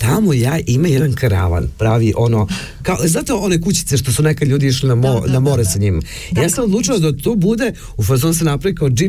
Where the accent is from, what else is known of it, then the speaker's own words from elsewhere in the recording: Southern and Eastern Serbia, Serbia; Nego sela, planine i taj naš kraj dolazi iz Leča, tako se zove region, odakle sam ja.